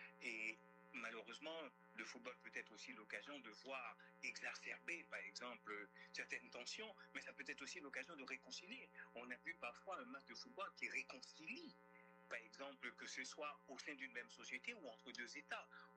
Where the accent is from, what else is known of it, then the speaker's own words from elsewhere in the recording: Haiti; quand j'étais jeune en Haïti, je jouais au foot.